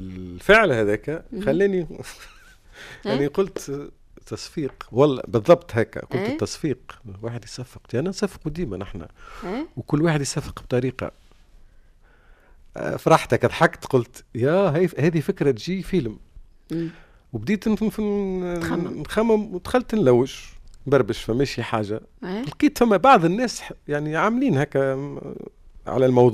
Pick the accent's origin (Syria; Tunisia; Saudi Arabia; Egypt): Tunisia; مش من جنسيتي، خلي يعني انا